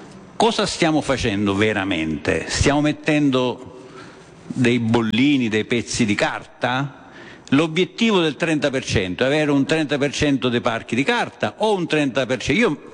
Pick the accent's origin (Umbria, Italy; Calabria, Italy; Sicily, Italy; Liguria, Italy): Sicily, Italy; Sciacca; sono di Sciacca, che è un famoso posto di pescatori